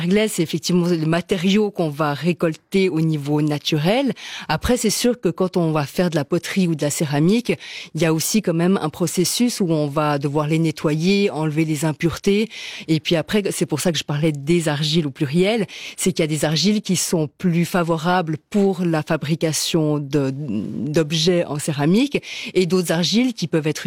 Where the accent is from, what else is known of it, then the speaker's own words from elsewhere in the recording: Valais, Switzerland; Je suis une Valaisanne pure souche